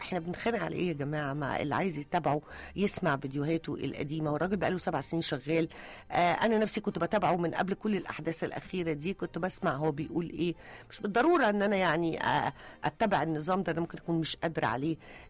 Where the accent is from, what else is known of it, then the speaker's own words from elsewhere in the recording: Egypt; احنا كمواطن مصري